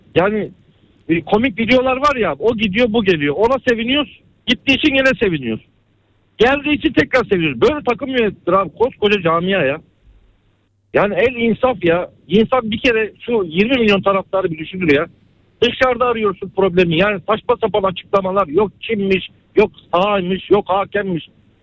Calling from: Antalya, Turkey; Ben Antalya'da

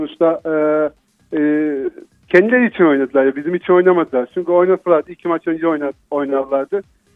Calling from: Ankara, Turkey; İyi yayınlar diliyorum Ankara'dan.

